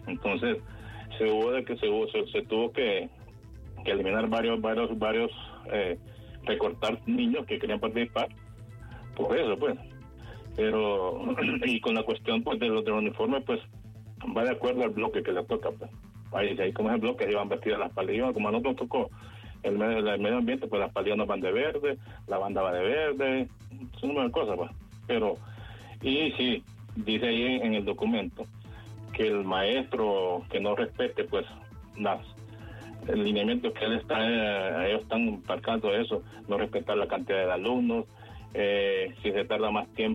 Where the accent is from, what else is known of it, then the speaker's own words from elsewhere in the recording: Honduras; born there; todos los que somos hondureños de corazón, yo me siento feliz de haber nacido aquí en Honduras, soy súper feliz de aquí en mi país